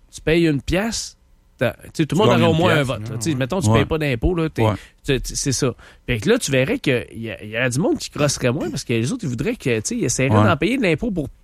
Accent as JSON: {"language": "French", "country": "Canada", "said": "J'ai été fier vraiment d'être Canadien là, pendant longtemps."}